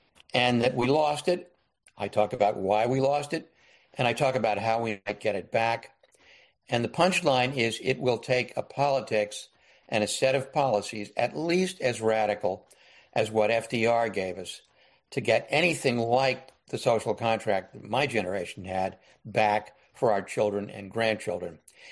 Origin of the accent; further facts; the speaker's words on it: Bronx, New York, United States; born there; Well, I was born in the Bronx.